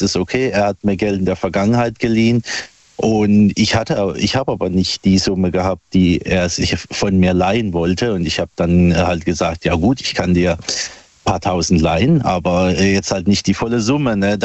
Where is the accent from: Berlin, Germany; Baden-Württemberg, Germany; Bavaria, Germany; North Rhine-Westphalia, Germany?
Baden-Württemberg, Germany; Buchen; Aus Buchen im schönen Odenwald.